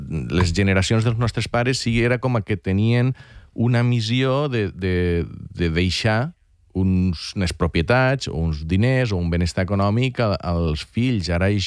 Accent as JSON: {"language": "Catalan", "region": "Catalonia", "country": "Spain", "also_born_or_lived": "United States", "said": "jo soc de les Terres de l'Ebre."}